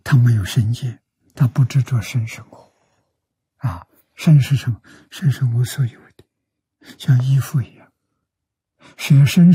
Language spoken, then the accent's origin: Chinese; China; 我们中国人